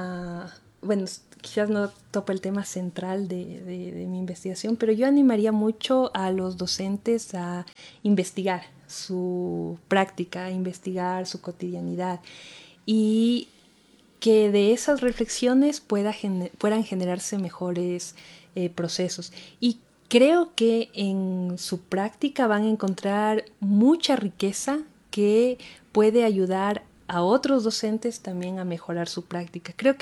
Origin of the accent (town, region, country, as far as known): Ecuador